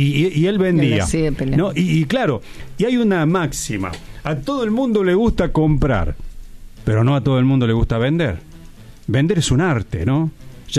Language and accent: Spanish; Córdoba, Argentina; Yo soy de Pueblo Colón, señora, allá en la parte sur de Córdoba. En lo que viene a ser la famosa seccional 12, ahí éramos todos peronistas